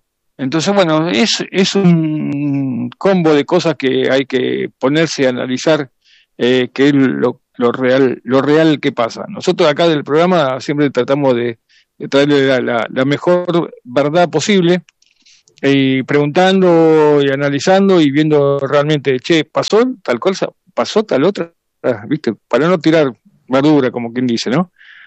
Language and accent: Spanish; Santiago del Estero, Argentina; now in Buenos Aires, Argentina; nací y me crié en Santiago del Estero